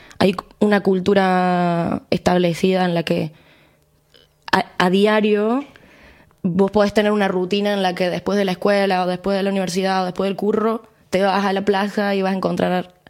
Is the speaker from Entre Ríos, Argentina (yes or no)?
no; Córdoba, Argentina; now in Spain; yo vengo de Córdoba capital.